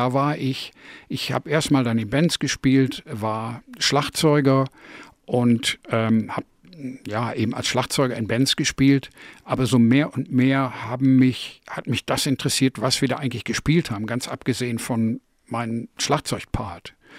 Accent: North Rhine-Westphalia, Germany; ich bin im Ruhrgebiet groß geworden und habe mit BFBS Radio, British Forces Broadcasting Service, wir waren ja besetzt von den Engländern, habe ich angefangen Musik zu hören

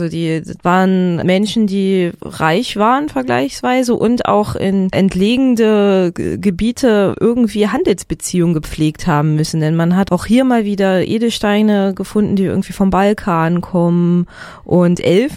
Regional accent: Northern Germany, Germany; da wo ich herkomme, so Norddeutschland, da gibt's Moorleichen manchmal.

